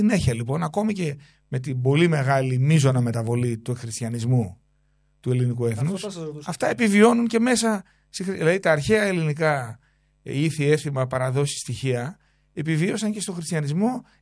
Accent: Peloponnese, Greece; Λοιπόν, στην πατρίδα μου, τη Λακωνία, κάθε χρόνο 20 Ιουλίου εορτάζεται ο προφήτης Ηλίας, όπως και σε όλη την Ελλάδα.

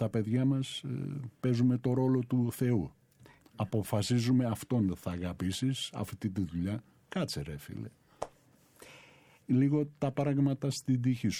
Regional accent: Thessaloniki, Central Macedonia, Greece; εμείς επειδή είμαστε από την Επτάλοφο, Αμπελόκηποι Θεσσαλονικής

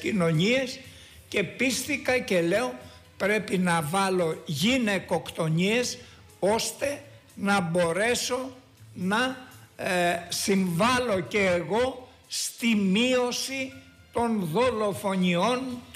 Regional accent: West Greece, Greece; μου αρέσει η Ρόδος και θα ήθελα να περνάω εδώ μεγάλα χρονικά διαστήματα, αλλά εγώ είμαι από Ετωλοακαρνανία.

